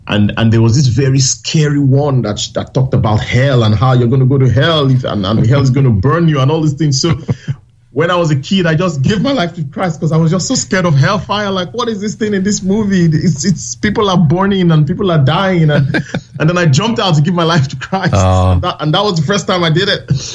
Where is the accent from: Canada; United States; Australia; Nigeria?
Nigeria; I grew up in Nigeria, in a village, to be honest. But thankfully, the good part was I was born to Christian parents.